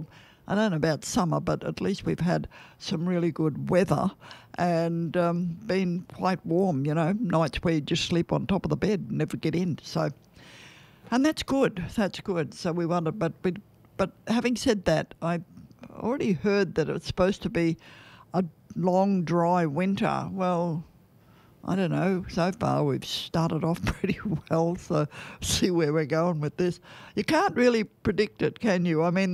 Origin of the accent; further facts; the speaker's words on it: Queensland, Australia; moved away; I say I'm a Queenslander. In Queensland, we have 11 months of summer and 1 month of cool weather.